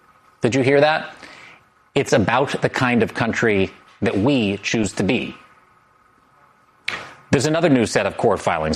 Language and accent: English; Los Angeles, California, United States; my hometown of L.A.